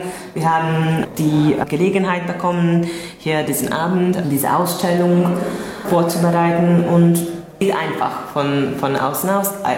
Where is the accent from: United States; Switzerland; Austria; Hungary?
Hungary; moved away as an adult; now in Budapest, Hungary; Ich komme ursprünglich aus Nádas, aber ich wohne schon seit mehr als 15 Jahren in Budapest.